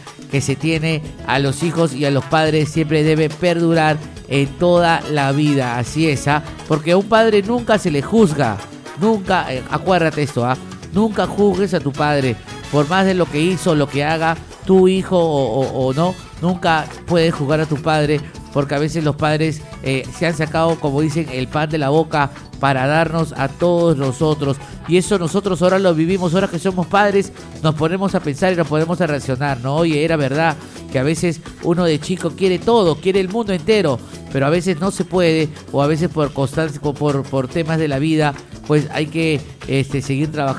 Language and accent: Spanish; Peru; somos peruanos